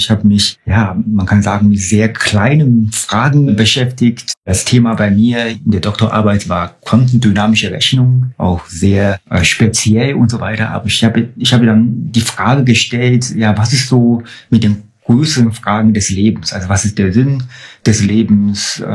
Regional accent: China; now in Buseck, Germany; ich komme aus China und lebe auch in Busek.

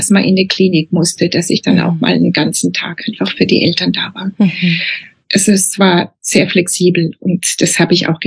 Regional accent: Bavaria, Germany; also ich bin aus dem Unterfränkischen, immer einmal im Jahr eine ein Thai-Wochenende

